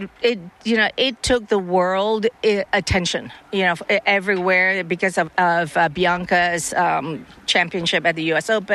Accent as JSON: {"language": "English", "country": "Hong Kong", "tie": "born or raised there", "also_born_or_lived": "Canada / United States", "moved": "yes", "said": "I grew up in Hong Kong, played under the Hong Kong Tennis Federation, and then I came to Canada. And then when we lived in the U.S., it was the USTA."}